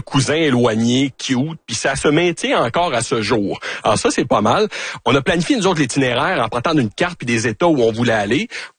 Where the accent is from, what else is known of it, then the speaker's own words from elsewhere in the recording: Canada; quand on dit qu'on est Canadien, honnêtement, sur le terrain, il y a beaucoup de gardes qui tombent